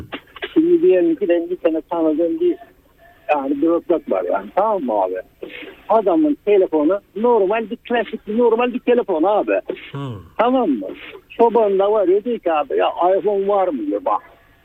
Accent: Kayseri, Turkey; now in Istanbul, Turkey; Ya Atullah abi, biraz önce ben de aslında Kayseri'liyim.

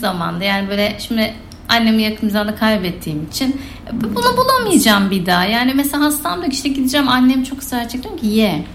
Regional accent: Central Anatolia, Turkey; ben de İç Anadolu bölgesindeyim.

